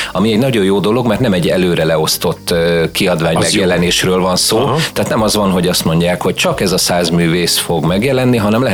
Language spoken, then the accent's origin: Hungarian; Tápiószele, Pest, Hungary; ott van Tápjószele, mint szülővárosom, hiszen nekem ez elengedhetetlenül fontos, hogy amellett, hogy megismerjék az én előadó művészi munkámat, meg a tárogatót, tudja meg mindenki, hogy Pest megyéből honnan származom.